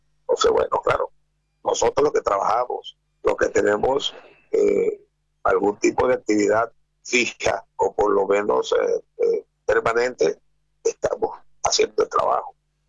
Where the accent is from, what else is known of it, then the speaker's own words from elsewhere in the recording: Venezuela; no lo digo como venezolano, no soy nacionalista ni regionalista en el mal sentido